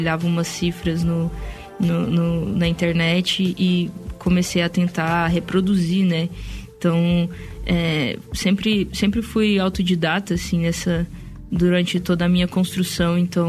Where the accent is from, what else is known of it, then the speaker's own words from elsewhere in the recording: Goiânia, Goiás, Brazil; Nascida e criada em Goiânia, fico muito feliz de estar numa rádio hoje falando na minha cidade.